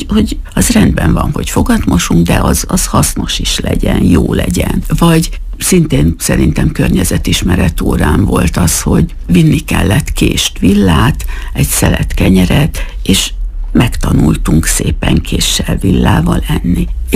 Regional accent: Miskolc, Borsod-Abaúj-Zemplén, Hungary; Miskolcon mi magunk szintén falusi életet éltünk, mert Szirmán laktunk, úgyhogy én ilyen hűséges típus vagyok, mert Szirmán nőttem föl, a szirmai általános iskolába jártam 8 évig

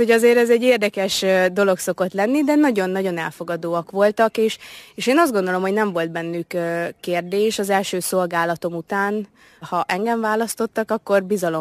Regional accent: Szabolcs-Szatmár-Bereg, Hungary; moved away as an adult; now in Borsod-Abaúj-Zemplén, Hungary; én szabolcsi gyerek vagyok, tehát Borsodba jönni nekem érdekes volt

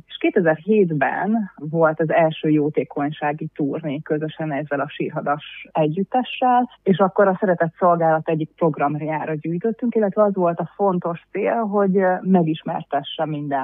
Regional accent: Szentes, Csongrád-Csanád, Hungary; hanem otthon Szentesen

